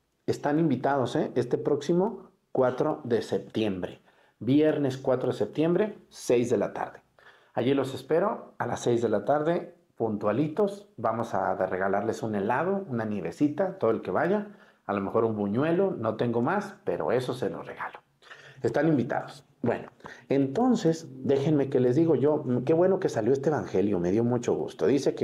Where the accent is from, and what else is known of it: Mexticacán, Jalisco, Mexico; born there